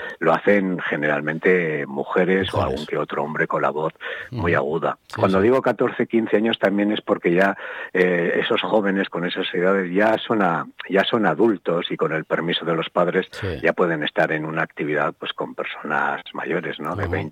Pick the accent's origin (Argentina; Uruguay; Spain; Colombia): Spain; Castro Urdiales, Cantabria; Bueno, tengo que agradecer siempre que yo no soy de Laredo, ¿no? Soy de Castro, pero es que me tratan como si fuera de Laredo, me tratan de maravilla.